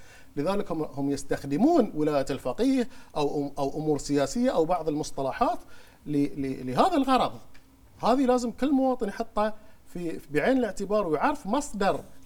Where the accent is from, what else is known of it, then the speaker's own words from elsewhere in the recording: Bahrain; احنا بلد عربي مسلم